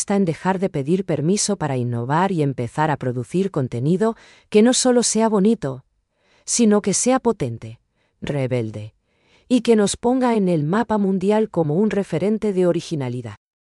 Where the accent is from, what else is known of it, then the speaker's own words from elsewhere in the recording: Paraguay; lo que nos hace paraguayos de verdad?